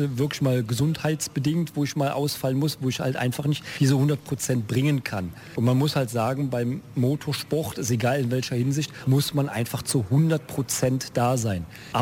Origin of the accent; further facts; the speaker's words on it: Eschweiler, North Rhine-Westphalia, Germany; Wir kommen ja alle aus Eschweiler.